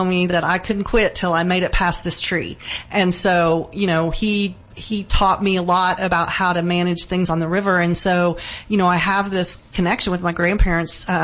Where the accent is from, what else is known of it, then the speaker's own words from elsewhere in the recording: Locust Grove, Oklahoma, United States; I grew up in Locust Grove. I think we talked a little bit about that, and grew up on Spring Creek